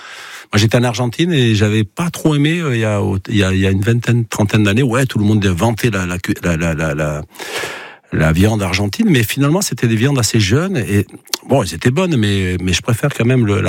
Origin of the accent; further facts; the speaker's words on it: Saint-Jean-de-Luz, Nouvelle-Aquitaine, France; born there; je suis né déjà à Saint-Jean-de-Luz, en face de la mer